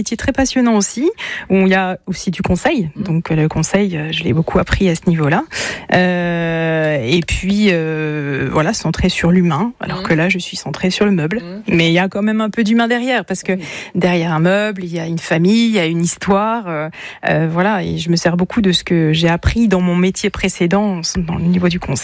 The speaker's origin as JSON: {"language": "French", "region": "Pays de la Loire", "country": "France", "moved": "as an adult", "said": "je venais de la région de Cholet, dans le Maine-et-Loire. Quand je suis arrivée ici, je m'y suis fait parce que les gens sont très accueillants."}